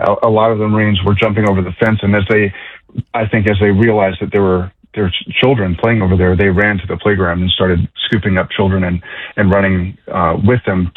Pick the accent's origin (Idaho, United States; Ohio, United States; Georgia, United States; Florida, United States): Georgia, United States; Atlanta; I grew up in Atlanta, and I was very thankful to be close to where I grew up and spend some time with my extended family.